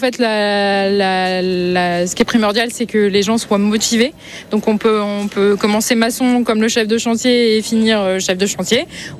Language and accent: French; Rouen, Normandy, France; Nous, on est de Rouen.